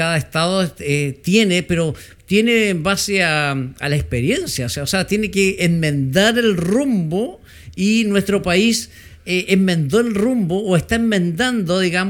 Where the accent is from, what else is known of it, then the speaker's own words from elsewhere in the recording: Chile; Para nosotros, como chilenos, es un temblor.